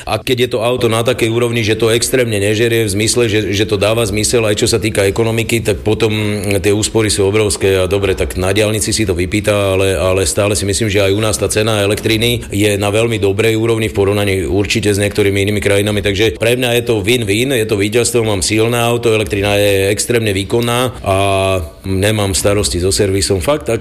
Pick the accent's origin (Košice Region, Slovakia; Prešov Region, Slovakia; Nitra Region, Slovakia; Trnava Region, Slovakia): Prešov Region, Slovakia; Prešov; born there; now in Bratislava, Slovakia; žijem už väčšiu časť života v Bratislave, ale rodený som Prešovčan